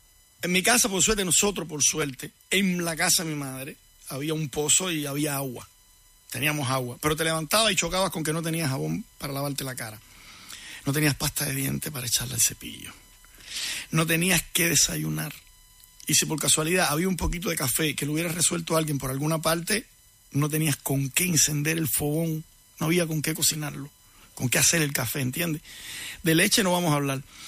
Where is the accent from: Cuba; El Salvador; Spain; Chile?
Cuba; En Cuba, en mi pueblo, ahí, uno de los líderes más grandes o que más mediático era en la oposición en Cuba era de mi pueblo